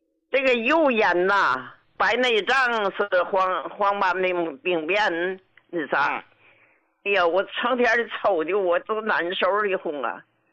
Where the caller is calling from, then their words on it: Qinhuangdao, Hebei, China; 我是秦皇岛的